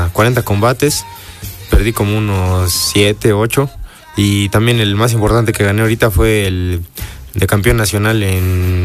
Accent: Puebla, Mexico

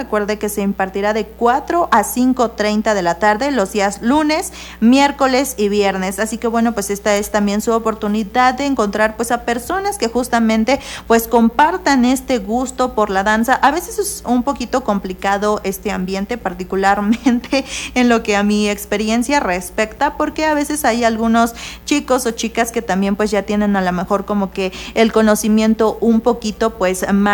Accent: Mexico; aquello que nos identifica como mexicanos

